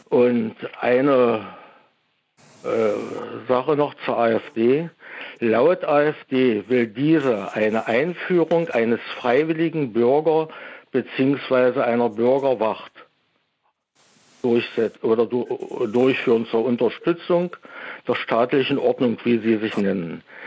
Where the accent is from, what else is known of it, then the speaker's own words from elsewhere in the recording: Saxony-Anhalt, Germany; now in Dresden, Germany; Ja, ich stamme übrigens aus Sachsen-Anhalt, lebe aber in Dresden jetzt.